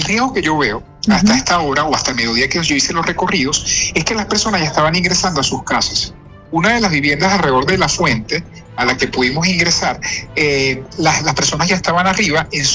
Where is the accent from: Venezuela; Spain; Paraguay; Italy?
Venezuela; Maturín, Monagas; now in Caracas, Venezuela; yo soy de Oriente, soy de Maturín